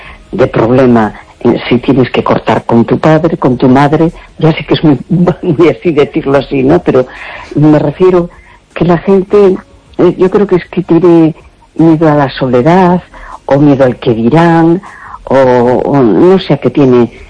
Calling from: A Coruña, Galicia, Spain; de La Coruña.

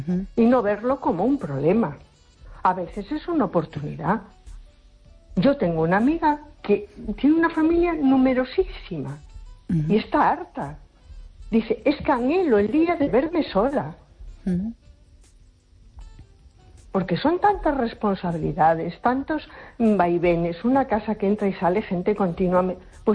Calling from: A Coruña, Galicia, Spain; de Coruña.

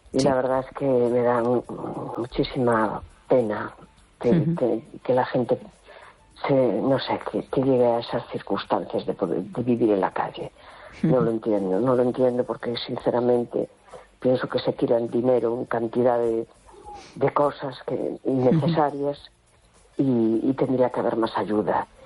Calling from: A Coruña, Galicia, Spain; Hola, buenas noches. … de La Coruña.

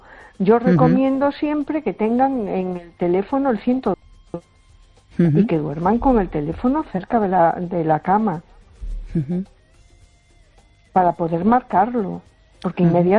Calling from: A Coruña, Galicia, Spain; de Coruña.

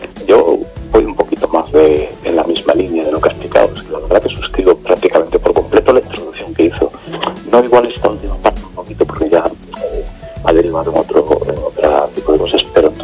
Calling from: A Coruña, Galicia, Spain; de Coruña.

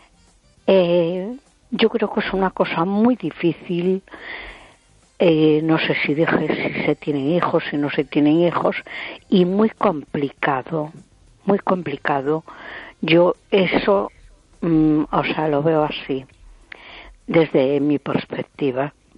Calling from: A Coruña, Galicia, Spain; de Coruña.

